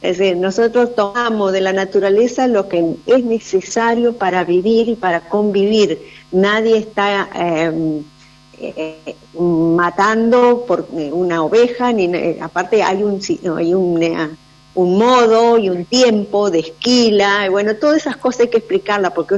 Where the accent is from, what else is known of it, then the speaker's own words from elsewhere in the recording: Carmen de Patagones, Buenos Aires Province, Argentina; also born or lived in Viedma; que somos de Carmen de Patagones y de Viedma. Es una agrupación mapuche